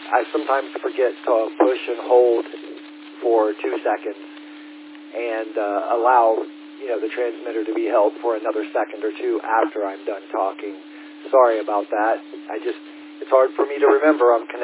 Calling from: Lima, Ohio, United States; I'm from Lima, Ohio.

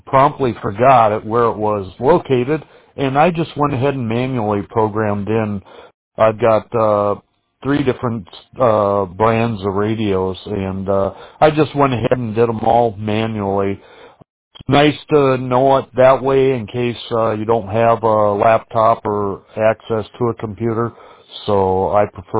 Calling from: Wisconsin, United States; up in the North Woods of Wisconsin.

